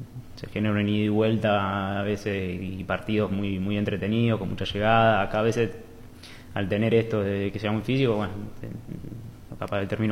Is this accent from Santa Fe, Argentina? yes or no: yes; Rosario, Santa Fe, Argentina; yo, que soy de Rosario